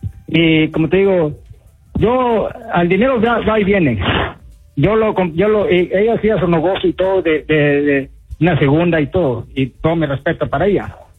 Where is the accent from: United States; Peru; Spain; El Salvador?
United States; Austin, Texas; Y yo soy de aquí, de Austin.